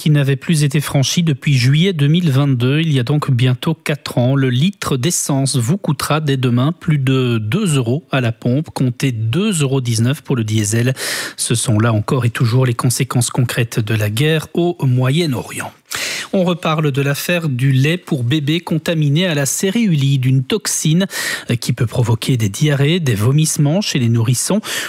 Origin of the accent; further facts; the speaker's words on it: Belgium; chez nous, en Belgique.